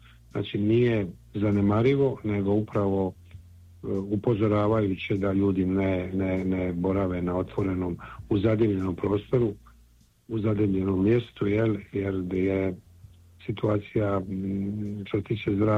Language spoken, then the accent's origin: Croatian; Split, Split-Dalmatia County, Croatia; Zato kažem, ja dolazim iz Splita